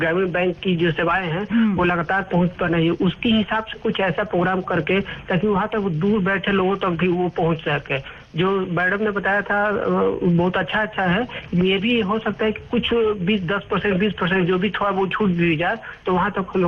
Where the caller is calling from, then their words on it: Sasaram, Bihar, India; मैं सासाराम बिहार से हूँ।